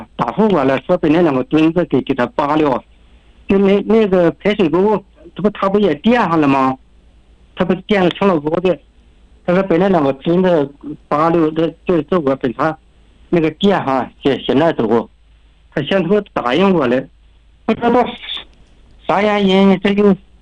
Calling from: Chifeng, Inner Mongolia, China; 我是赤峰市奥汉旗四家子镇解放村村的。

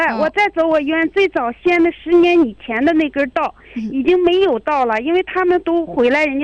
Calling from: Inner Mongolia, China; 我是东乌珠穆沁旗虎热突苏木的牧民

